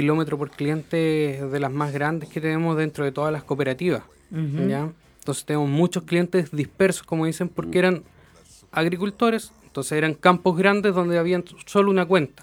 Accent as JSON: {"language": "Spanish", "country": "Brazil", "moved": "yes", "lives_now": "Chile", "said": "Yo llevo ya 20 años en el sur. Yo soy de Brasil, principalmente. Ahí nos vinimos a vivir al sur de Chile con mi mamá."}